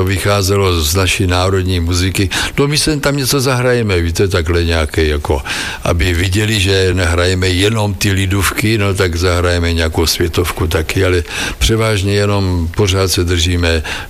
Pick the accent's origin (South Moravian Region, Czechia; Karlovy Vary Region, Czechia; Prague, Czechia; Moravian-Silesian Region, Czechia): South Moravian Region, Czechia; Kyjov; až pocházím tam od Kyjova, to je Slovácko